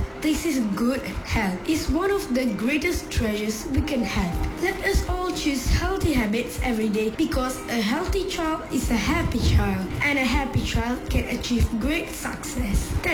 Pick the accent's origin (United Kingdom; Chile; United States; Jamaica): Chile; English is a second language; and I'm from Asikidilana, Chile.